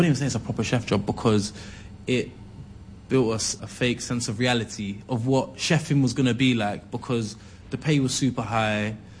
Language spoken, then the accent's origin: English; London, United Kingdom; to see how privileged you are to have been growing up in London.